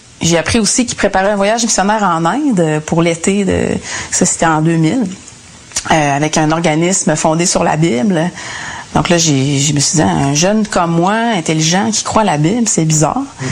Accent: Saint-Félicien, Quebec, Canada; Moi, j'ai grandi au Lac-Saint-Jean, Saint-Félicien.

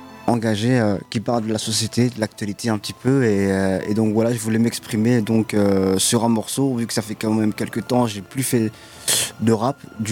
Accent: Verviers, Wallonia, Belgium; Je suis de Verviers, oui.

